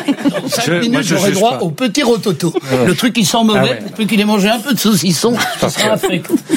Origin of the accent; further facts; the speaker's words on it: Belgium; chez nous, en Belgique